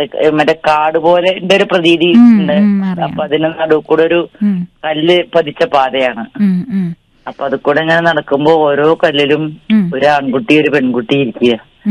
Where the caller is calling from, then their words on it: Kerala, India; സ്ഥലം വെളിയൂർ പഞ്ചായത്ത്.